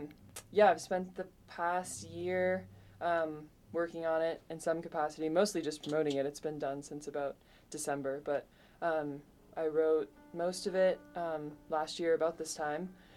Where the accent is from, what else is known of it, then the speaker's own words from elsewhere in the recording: Maine, United States; also born or lived in Providence / Ohio; now in Montana, United States; I've been here on and off for like 10 years now, but I'm from Maine originally.